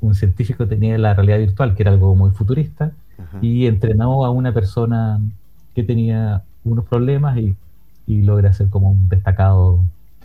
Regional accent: Valparaíso, Chile; lo que tenemos en común es que todos somos de Valparaíso

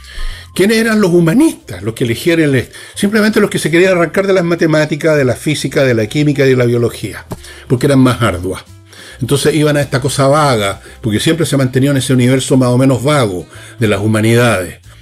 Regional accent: Chile; Estamos en Chile nomás, po. Estamos en Chile

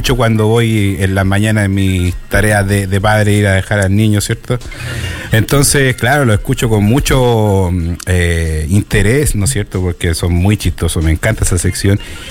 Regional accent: Valparaíso, Chile; yo soy de Playa Ancha

